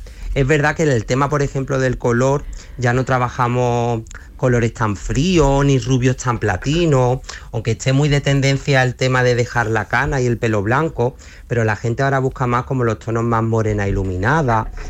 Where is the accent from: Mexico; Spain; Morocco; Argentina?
Spain; Málaga, Andalusia; Yo soy del Puerto de la Torre, donde tengo mi salón